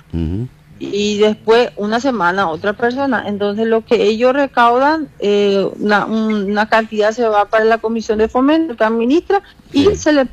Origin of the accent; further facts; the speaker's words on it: Itapúa, Paraguay; Mis padres vinieron y después en el 85 yo nací acá. Entonces toda mi vida, yo soy de Pengo.